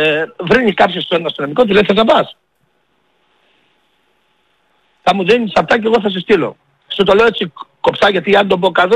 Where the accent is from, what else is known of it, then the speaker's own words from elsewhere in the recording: Greece; επειδή εγώ είμαι Έλληνας, έχω πρόβλημα με τον τόπο μου, δεν δέχομαι τίποτα.